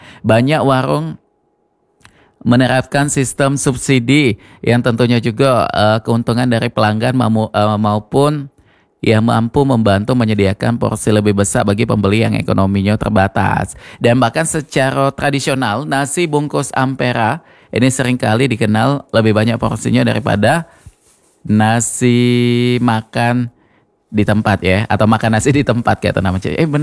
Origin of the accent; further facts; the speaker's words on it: Palembang, South Sumatra, Indonesia; Ini kita sudah tahu Jembatan Amanat Penderitaan Rakyatnya ya, kebanggaan kita orang Palembang.